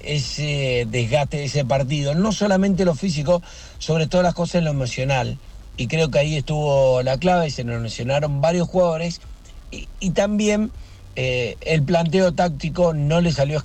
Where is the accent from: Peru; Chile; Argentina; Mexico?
Argentina